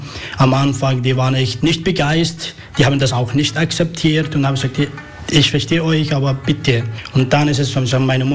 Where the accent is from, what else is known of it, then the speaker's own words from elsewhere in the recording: Tishrin, Syria; German is a second language; now in Germany; Ich komme aus Syrien, geboren in Tischrin, der ist Nordsyrien, Grenze von der Irak.